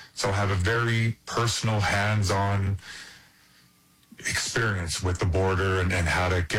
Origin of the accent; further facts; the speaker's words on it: Albuquerque, New Mexico, United States; Again, born and raised in Albuquerque, a former combat Marine.